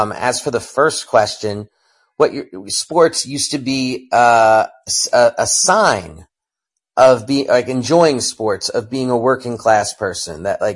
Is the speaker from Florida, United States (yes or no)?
no; New York City, New York, United States; I'm from New York City. It had been 51 years.